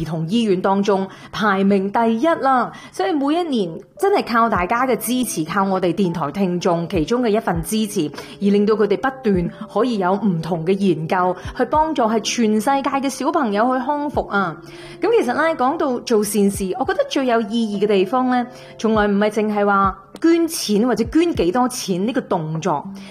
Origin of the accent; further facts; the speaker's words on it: Canada; 这个呢都是我很喜欢加拿大的其中一个原因，这个是我深深作为一个加拿大人的骄傲来的